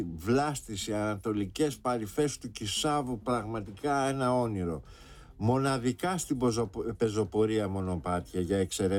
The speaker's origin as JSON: {"language": "Greek", "region": "Thessaly", "country": "Greece", "tie": "born or raised there", "said": "θα σε πάω στην πατρίδα μου, στην Θεσσαλία."}